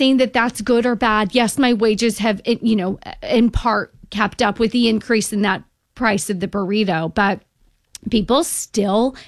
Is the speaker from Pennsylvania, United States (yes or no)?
no; New York, United States; my hometown of New York.